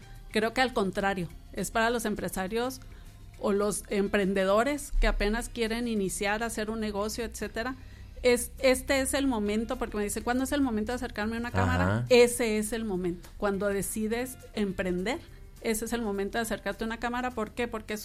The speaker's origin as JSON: {"language": "Spanish", "country": "Mexico", "said": "Y como buenos mexicanos, pues festejando."}